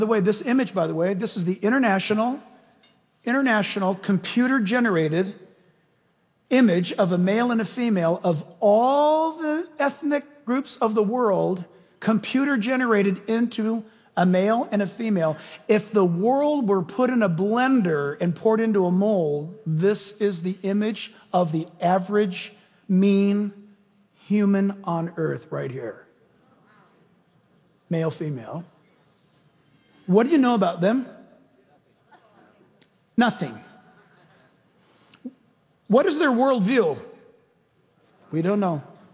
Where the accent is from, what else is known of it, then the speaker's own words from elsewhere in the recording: United States; born there; I was born in America.